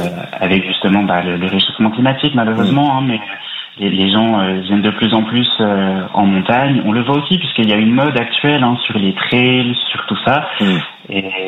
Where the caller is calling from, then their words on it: Bourgogne-Franche-Comté, France; Je vous appelle du Jura.